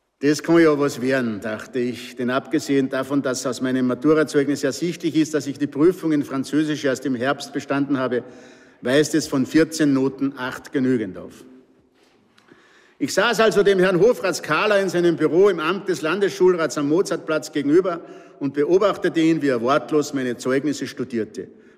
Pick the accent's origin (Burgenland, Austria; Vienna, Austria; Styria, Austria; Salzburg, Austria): Salzburg, Austria; accent: Pinzgau dialect; moved away; immer hat mich meine Heimat, meine Pinzgauer Heimat, hat mich allweil ein bisschen begleitet